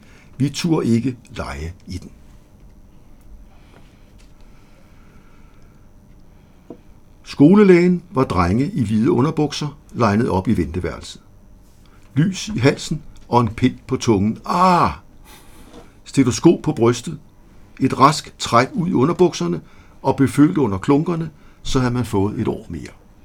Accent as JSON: {"language": "Danish", "town": "Rødovre", "region": "Capital Region of Denmark", "country": "Denmark", "tie": "born there", "also_born_or_lived": "Værløse"}